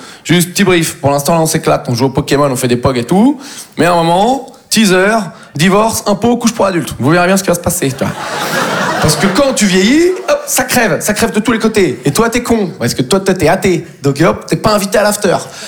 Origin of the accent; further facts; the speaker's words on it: Nouvelle-Aquitaine, France; Moi, je viens du Poitou-Charentes. Tout le monde s'en bat les couilles de nous, quoi.